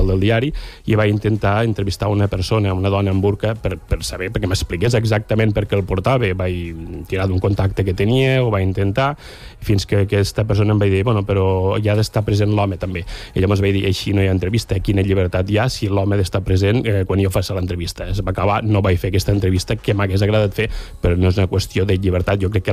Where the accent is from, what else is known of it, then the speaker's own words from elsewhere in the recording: Balaguer, Catalonia, Spain; me'n vaig cap a Balaguer, jo soc de Balaguer